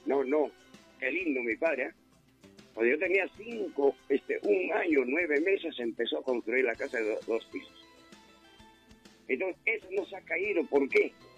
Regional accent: Huaraz, Ancash, Peru; en mi tierra, en Huaraz. El terremoto trajo abajo a toditas las casas de la avenida Tarapacá, donde yo vivo.

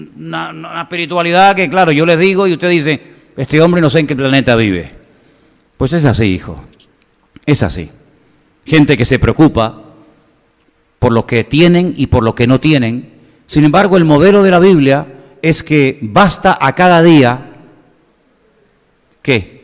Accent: Venezuela; moved away; Yo me crié en mi infancia en Venezuela y vivíamos de maravilla.

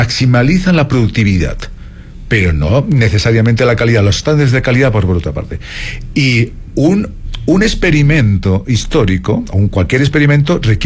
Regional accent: Spain; como ciudadano español o del mundo

